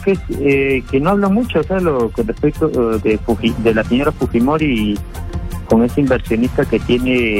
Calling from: Naples, Campania, Italy; llamo de Nápoles, Italia.

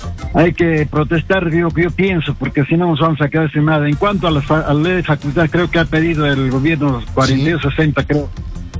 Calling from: Apurímac, Peru

